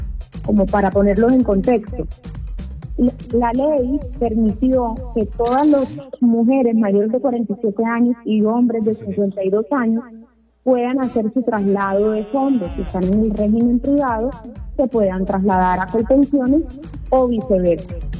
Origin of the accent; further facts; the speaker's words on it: Caribbean Region, Colombia; now in Barranquilla, Colombia; todos nosotros que somos costeños